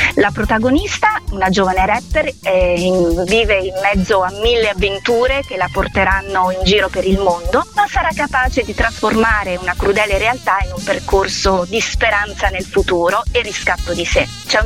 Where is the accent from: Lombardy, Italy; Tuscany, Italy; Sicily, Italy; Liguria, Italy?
Liguria, Italy; Genoa; now in Rome, Italy; Hai detto bene, sono genovese, naturalizzata romana, ma in realtà non sono legata ad alcun posto.